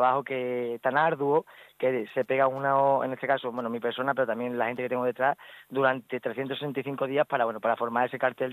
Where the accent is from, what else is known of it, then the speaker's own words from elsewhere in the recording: Talarrubias, Extremadura, Spain; Al final queremos también poner en el mapa, como te he dicho antes, en este caso de mi pueblo, ¿no?, que es muy pequeñito, y creo que es una de las mejores maneras de que se conozca Talarrubias.